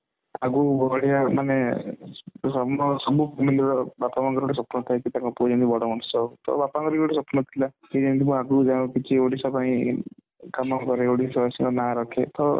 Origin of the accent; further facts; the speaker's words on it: Odisha, India; School ତ ମୋର ପୁରା ଆମ ଗାଁ ସ୍କୁଲ ଥିଲା, ଓଡ଼ିଆ ମିଡିୟମ। ତାପରେ ଆସିଥିଲି ମୁଁ ଫକୀରମୋହନ ବାଲେଶ୍ୱର କଲେଜ ବାଲେଶ୍ୱର, ସେଠି ମୋର +2 ଥିଲା।